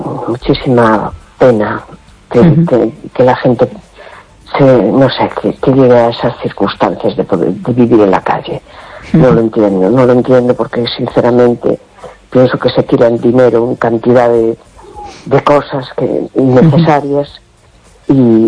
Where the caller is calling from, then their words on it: A Coruña, Galicia, Spain; Hola, buenas noches … de La Coruña.